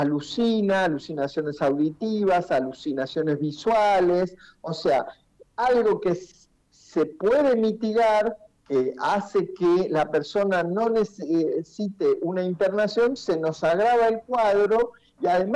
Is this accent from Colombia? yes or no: no; Argentina; Rompe con esa equidad como argentinos